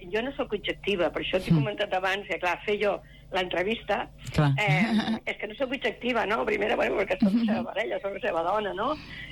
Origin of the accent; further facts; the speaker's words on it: Sabadell, Catalonia, Spain; now in Castellar del Vallès, Spain; Jo en porto uns 15, soc de Sabadell, però sí.